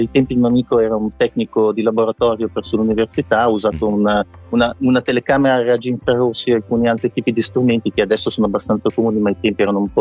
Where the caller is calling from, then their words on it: Lombardy, Italy; Sì, vivo qua. Sono lombardo, sì. Vivo tra Italia e Belgio.